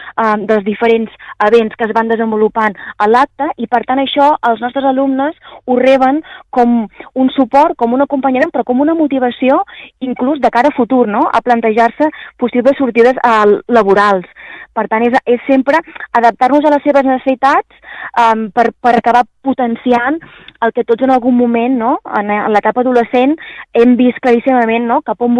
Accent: El Pla de Santa Maria, Catalonia, Spain; jo sóc del territori, sóc del Camp de Tarragona, i tant, sí. Jo sóc del Pla de Santa Maria, just al costat

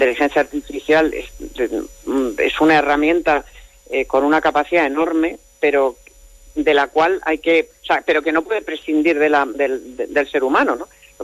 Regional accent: Spain; a mí me avergüenza como española

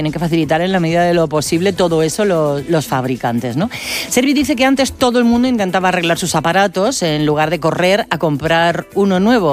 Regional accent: Madrid, Community of Madrid, Spain; hay en el barrio en el que yo crecí, en Prosperidad, en Madrid, que antes de las 10 de la mañana ya tenía cola.

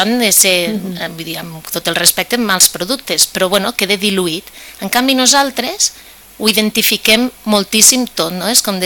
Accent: Lleida, Catalonia, Spain; vosaltres d'on sou? No? I diem, doncs de Lleida.

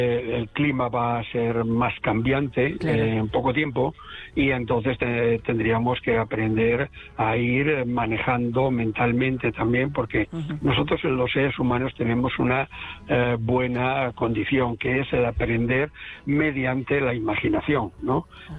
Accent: Galicia, Spain; Como buen gallego voy allí.

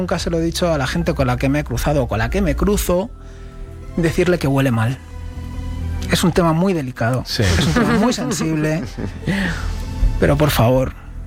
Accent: Spain; sensación que tenemos como pueblo español hacia el pueblo saharaui es un sentimiento de afecto

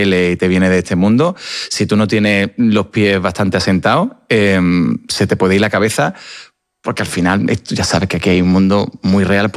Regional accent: Seville, Andalusia, Spain; todo el mundo sabe que yo soy de Sevilla y soy de una ciudad que se vive con mucha pasión

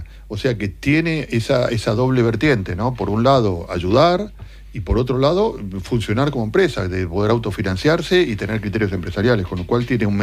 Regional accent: Argentina; now in Spain; yo que vengo de un país como Argentina, que han salido grandes boxeadores

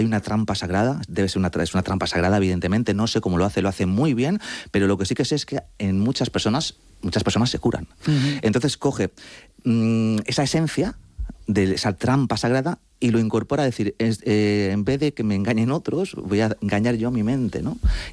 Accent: Madrid, Community of Madrid, Spain; mis padres son argentinos, yo soy madrileño.

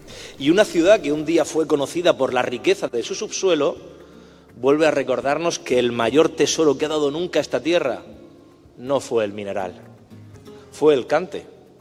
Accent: Region of Murcia, Spain; Y pocas historias explican mejor lo que somos como región de Murcia que la historia de este festival. Porque nuestra tierra siempre ha sabido convertir las dificultades en oportunidades.

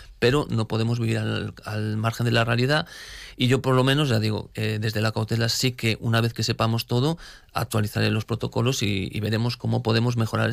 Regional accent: Lugo, Galicia, Spain; los que somos de Lugo, yo soy de Lugo de toda la vida

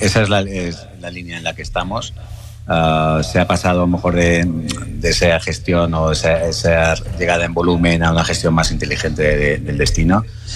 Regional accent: Estellencs, Balearic Islands, Spain; Yo vengo también de la Sierra Tramuntana, un pueblecito más al sur que de donde estáis, Estellencs

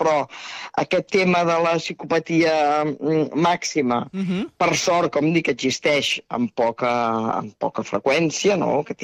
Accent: Terrassa, Catalonia, Spain; Jo sóc de Terrassa i, bueno, a vegades quan passes, ostres, aquí va ser on no?

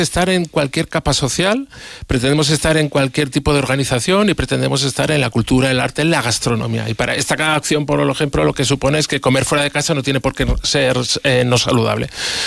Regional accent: Aragon, Spain; Naciendo desde Zaragoza y como soy aragonés, soy testarudo, cabezón e intenso.

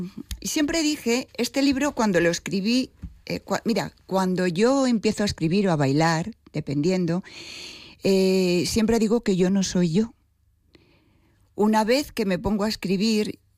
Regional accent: Alcalá de Henares, Community of Madrid, Spain; born there; moved away as an adult; now in Torrejón de Ardoz, Spain; nací aquí en Alcalá y cuando me casé a los 18 años me fui a vivir a Torrejón, que es de donde yo vivo ahora. Uh-huh. Yo siempre digo que soy alcalaína de nacimiento y Torrejón, y de Torrejón hija adoptiva

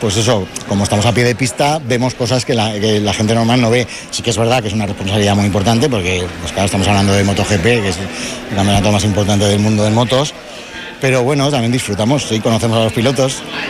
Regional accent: Huesca, Aragon, Spain; yo soy de Huesca

